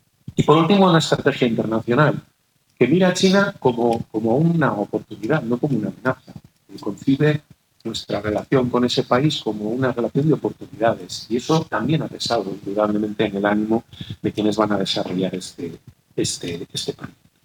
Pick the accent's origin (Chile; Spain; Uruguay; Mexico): Spain; Valladolid, Castile and León; mi tierra, con Valladolid